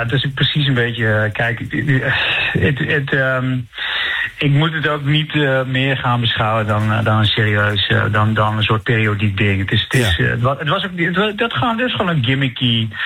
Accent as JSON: {"language": "Dutch", "region": "Overijssel", "country": "Netherlands", "said": "nou kom ik uit Twente"}